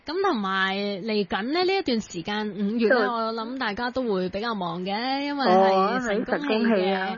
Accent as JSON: {"language": "Cantonese", "country": "Hong Kong", "said": "我哋香港人"}